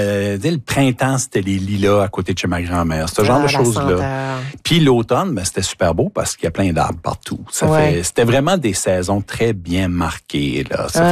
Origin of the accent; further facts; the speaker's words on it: Grande-Anse, New Brunswick, Canada; Je viens de Grand-Anse. C'est juste à côté d'Anse-Bleu. Ah, Grand-Anse? Oui. Ouais. T'es oui. Né à Grand-Anse? J'ai vécu toute ma vie à Grand-Anse.